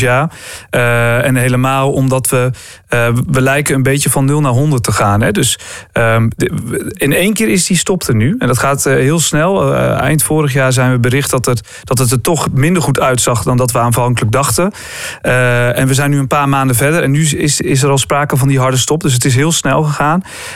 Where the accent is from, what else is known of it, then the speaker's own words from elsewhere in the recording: Utrecht, Netherlands; Maar net wat ik zeg, dit gaan we als Utrechters allemaal merken.